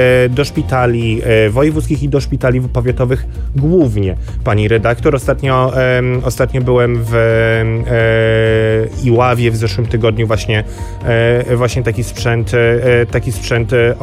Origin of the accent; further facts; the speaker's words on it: Nowy Sącz, Lesser Poland, Poland; Ja jestem z Nowego Sącza.